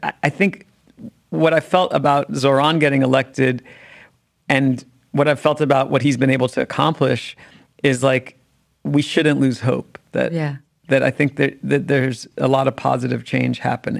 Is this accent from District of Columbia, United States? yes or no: yes; Washington, District of Columbia, United States; I was growing up in Washington, D.C., where you kind of can't tune that stuff